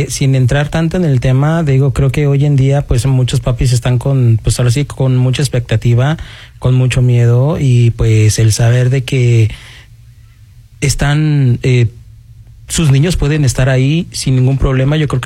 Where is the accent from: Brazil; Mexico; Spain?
Mexico; now in Austin, United States; hay unos que, por ejemplo, somos de México, ¿verdad?